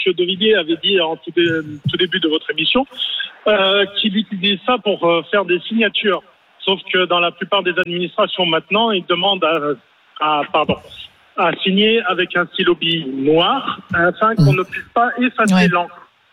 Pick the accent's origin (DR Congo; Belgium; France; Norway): Norway; French is a second language; Chez nous, en Norvège, c'est que en signature électronique.